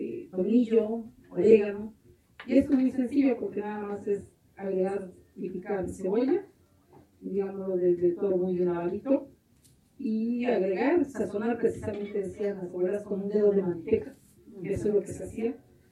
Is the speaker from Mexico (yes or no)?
yes; Mexico; Yo vengo del municipio de Puente Bonilla, de un pueblo de la ciudad que es San Gabriel Metosca, que significa dos conejos.